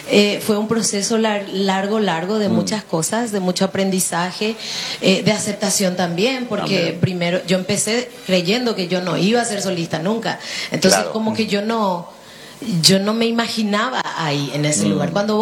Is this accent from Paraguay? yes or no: yes; Paraguay